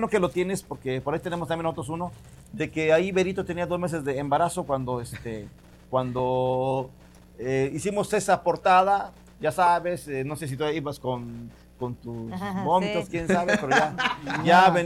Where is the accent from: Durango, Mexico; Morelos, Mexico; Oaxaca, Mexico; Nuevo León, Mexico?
Morelos, Mexico; Tejalpa; Nosotros somos de Tejalpa, Morelos, México.